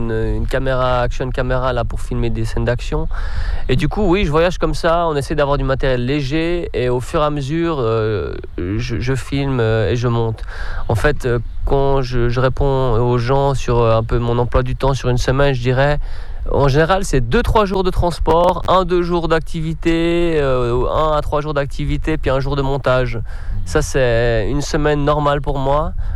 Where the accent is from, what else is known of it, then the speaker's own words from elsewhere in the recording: Switzerland; now in Lausanne, Switzerland; je suis suisse